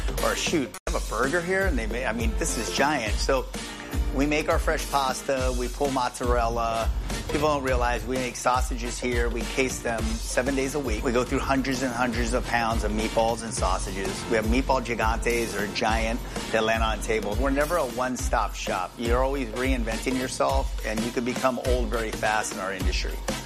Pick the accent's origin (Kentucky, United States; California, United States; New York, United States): California, United States; Fremont; I grew up in Fremont, California, and we lived on a farm.